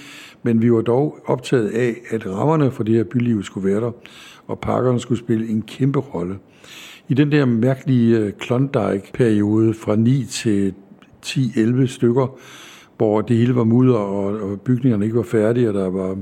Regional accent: Nørresundby, North Denmark Region, Denmark; now in Amager, Denmark; Jeg er født og opvokset i Nørresundby i Nordjylland, som på nogle områder mindede lidt om Amager, i hvert fald det Amager, der eksisterede dengang, med masser af nærhed og butiksliv.

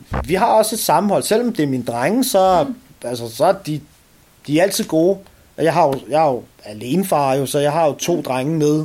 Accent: Amager, Capital Region of Denmark, Denmark; Jeg er selv fra Amager, selv. Alle mine 37 år har jeg boet her.

